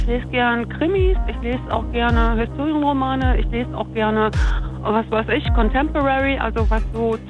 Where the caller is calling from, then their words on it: Cologne, North Rhine-Westphalia, Germany; ich komme aus Köln-Kalk.